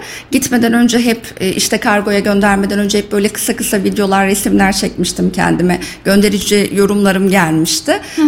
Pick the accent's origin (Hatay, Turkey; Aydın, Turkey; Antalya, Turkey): Hatay, Turkey; Iskenderun; also born or lived in Gaziantep; Hatay, doğma büyüme de o taraf olunca, İskenderun Hatay olunca